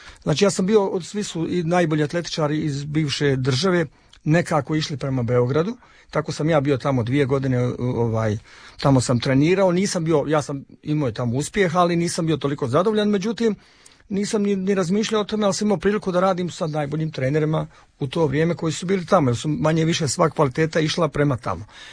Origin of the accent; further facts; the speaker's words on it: Zenica, Federation of Bosnia and Herzegovina, Bosnia & Herzegovina; Ja sam inače rodom iz Zenice, iz Bosne i Hercegovine.